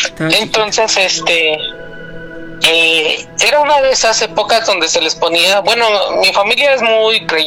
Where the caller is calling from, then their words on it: Ecatepec, State of Mexico, Mexico; Ecatepec.